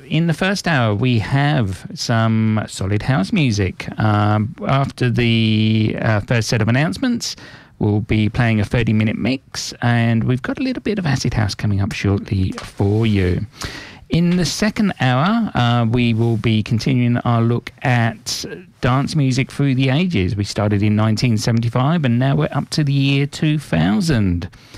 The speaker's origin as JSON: {"language": "English", "region": "England", "country": "United Kingdom", "moved": "yes", "lives_now": "Sydney, Australia", "said": "being English, I've been here for 27 years"}